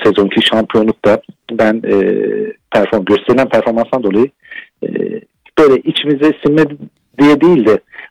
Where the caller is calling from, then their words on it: Antalya, Turkey; Aygün Bey … Antalya'dan.